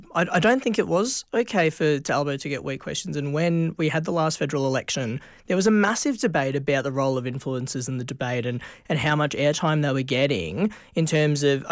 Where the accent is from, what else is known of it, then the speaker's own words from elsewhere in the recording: Australia; we're all equally qualified to get on board because we're all Australian. We're all having fun.